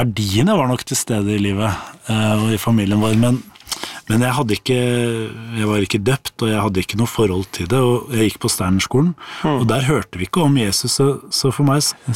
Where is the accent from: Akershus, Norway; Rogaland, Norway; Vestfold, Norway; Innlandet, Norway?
Akershus, Norway; Nesodden; hjemme på Nesodden der jeg kommer fra.